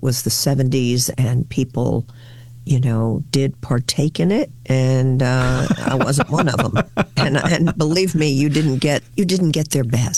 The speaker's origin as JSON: {"language": "English", "town": "Houston", "region": "Texas", "country": "United States", "said": "I'm a girl from Houston."}